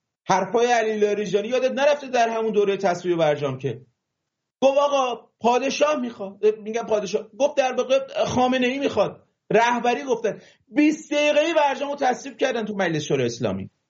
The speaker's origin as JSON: {"language": "Persian", "region": "Mazandaran", "country": "Iran", "said": "من حالا تو ذکر کردی به من چون بچه مازندرانم، این مازندرانی ها واقعا ناخواسته صداشو میره بالا."}